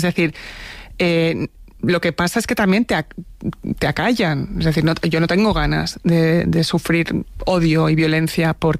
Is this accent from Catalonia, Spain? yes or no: yes; Barcelona, Catalonia, Spain; moved away as an adult; also born or lived in Buenos Aires; now in Madrid, Spain; Yo no soy una migrante de segunda generación, porque yo, por más que nací en Buenos Aires, he crecido en Barcelona prácticamente toda mi vida hasta que me vine aquí a Madrid.